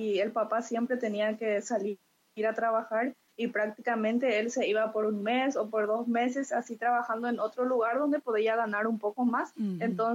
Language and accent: Spanish; Paraguay; tengo 27 años, soy de Paraguay. Somos 6 hermanos y mis padres viven todavía. Yo nací en una familia cristiana donde desde niños nos inculcaron la palabra de Dios, entonces crecí en ese ambiente